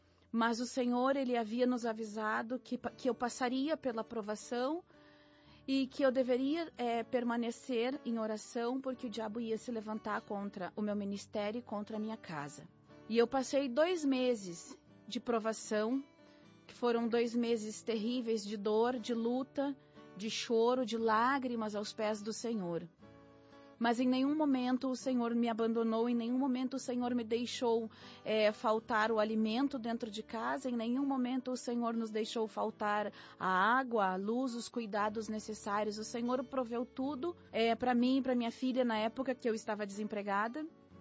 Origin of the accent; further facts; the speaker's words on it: Gravataí, Rio Grande do Sul, Brazil; eu sou da cidade de Gravataí, no Rio Grande do Sul